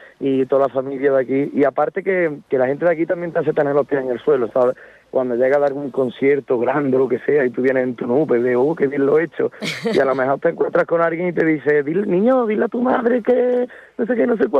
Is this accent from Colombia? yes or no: no; El Carpio, Andalusia, Spain; nosotros somos de la España rural, como dicen algunos, ¿no? Nosotros somos del Carpio, un pueblecito pequeño de 4.000 habitantes y no nos podemos mover de aquí.